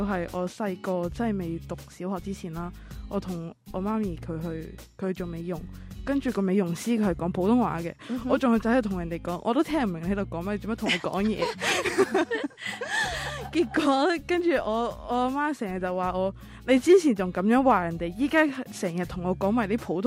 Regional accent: Hong Kong; 我因為作為香港人、然後跟我接觸的內地人都會比較多

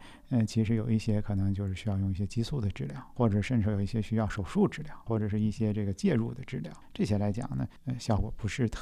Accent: China; 我们亚洲人，或者说我们中国人

